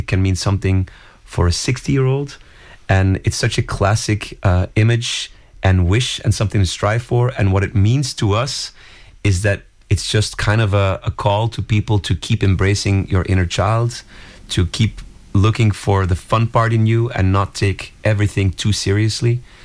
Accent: Belgium; my music brings me to countries that are far away from my home country. But this was such a nice thing to, yeah, to make a song with another fellow Belgian artist.

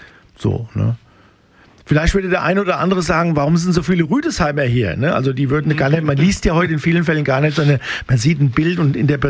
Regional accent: Rüsselsheim, Hesse, Germany

